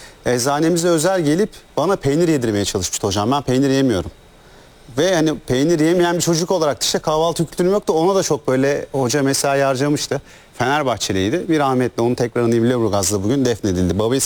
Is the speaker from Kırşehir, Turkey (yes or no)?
no; Hayrabolu, Tekirdağ, Turkey; ben yani kasaba Ayrabolu'da doğup büyüdüğüm için